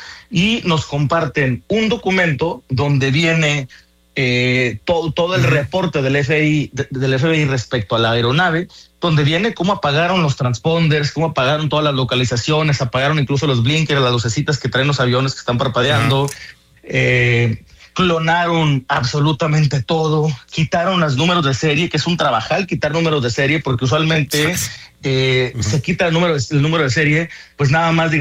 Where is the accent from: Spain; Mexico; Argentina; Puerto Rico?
Mexico; yo estoy lejos de la capital, yo tengo mi terruño acá del otro, en una esquina de México.